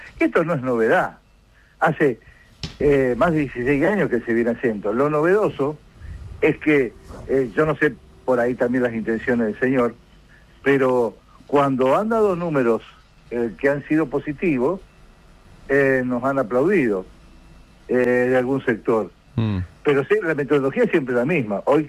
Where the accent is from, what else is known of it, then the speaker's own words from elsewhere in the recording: Rosario, Santa Fe, Argentina; yo soy de Rosario, provincia de Rosario, provincia de Santa Fe, que es una provincia multiproductiva